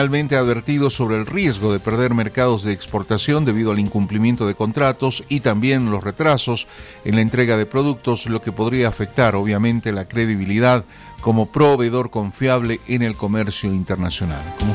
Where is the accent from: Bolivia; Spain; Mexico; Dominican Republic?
Bolivia; yo soy boliviano, tengo todo el derecho de transitar por las rutas que el país tiene